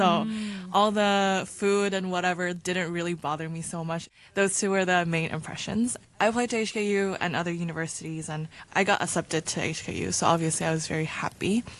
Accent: Beijing, China; also born or lived in Indonesia; Essentially, I grew up my entire life pretty much all in Beijing, China, even though I was born in Indonesia.

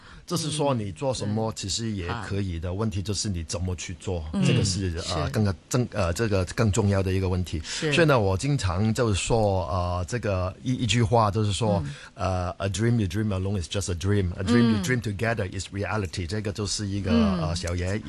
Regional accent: Hong Kong; Chinese is a second language; moved away as an adult; also born or lived in Canada; 我这是香港出生啦。我18岁的时候就去了这个加拿大。

